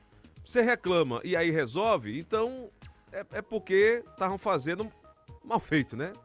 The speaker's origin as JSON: {"language": "Portuguese", "town": "Jurema", "region": "Pernambuco", "country": "Brazil", "tie": "born or raised there", "moved": "yes", "lives_now": "Caruaru, Brazil", "said": "minha terra natal, Jurema, está completando 98 anos. Duas cidades que eu amo muito, Caruaru, que me adotou, e Jurema, minha terra natal."}